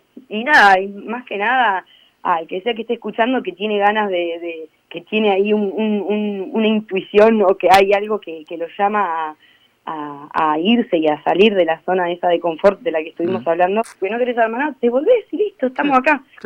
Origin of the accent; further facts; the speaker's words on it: Coronel Pringles, Buenos Aires Province, Argentina; a mí me gusta decir que soy de Pringles.